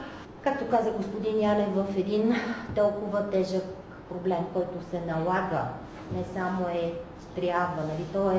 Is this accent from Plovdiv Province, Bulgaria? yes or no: no; Sofia, Sofia City, Bulgaria; аз съм софиянка, както една част от нас